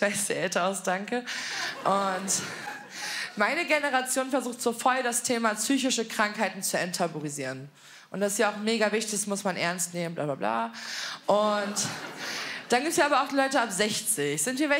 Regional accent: Berlin, Germany; ich komme offensichtlich aus Berlin, aber ich trinke seit 7 Jahren keinen Alkohol.

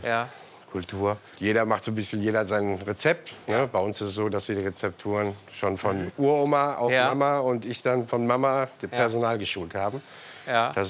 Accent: Essen, North Rhine-Westphalia, Germany; Ich bin auch in Essen geboren, also typischer Gastarbeiterkind, wie man es so sagt.

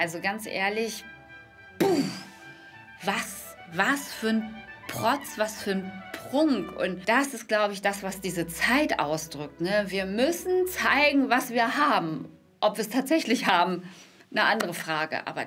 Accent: North Rhine-Westphalia, Germany; Ich komme ja aus dem Pott

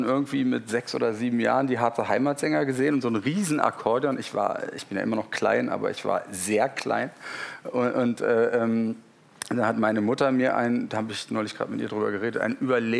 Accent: Goslar, Lower Saxony, Germany; moved away; also born or lived in India; Naja, ich kam ja aus Goslar.

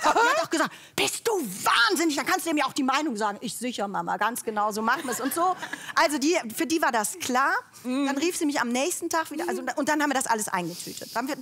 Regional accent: Cologne, North Rhine-Westphalia, Germany

